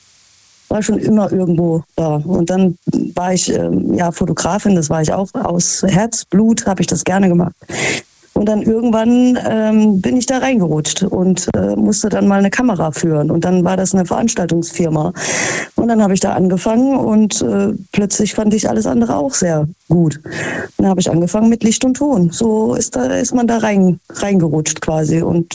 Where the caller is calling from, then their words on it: Krefeld, North Rhine-Westphalia, Germany; Hi, ich komme aus Krefeld.